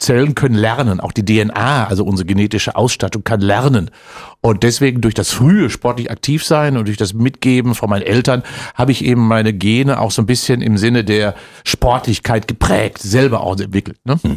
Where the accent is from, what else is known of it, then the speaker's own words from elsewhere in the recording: North Rhine-Westphalia, Germany; Tegeheerenwerbe ist ein Dorf in der Nähe von Unna. Mhm. Das ist also in Westfalen, also Dortmund. Deswegen bin ich auch BVB-Fan natürlich, weil als Schwarz-Gelber wirst du geboren da.